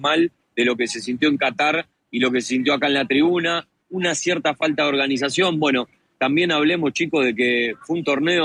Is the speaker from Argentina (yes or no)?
yes; Argentina; eso te quita un poquito de lo que sabemos que somos los argentinos